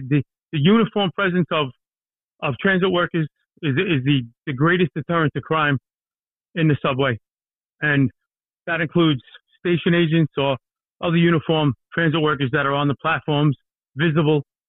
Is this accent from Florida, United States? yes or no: no; Brooklyn, New York, United States; I went to 12 years of Catholic school in Brooklyn. So I graduated Nazareth High School in East Flatbush in Brooklyn. I'm from a place called Garrison Beach, a largely worki